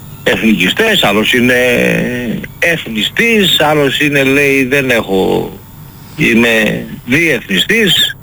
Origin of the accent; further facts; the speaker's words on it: Greece; όλοι μας έχουμε από λίγο ότι γεννηθήκαμε στην Ελλάδα